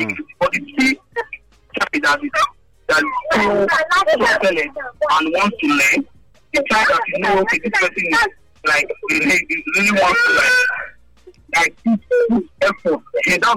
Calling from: Benin; I'm from Benin.

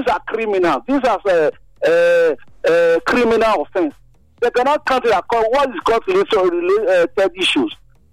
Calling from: Benin; I'm calling from Benin.

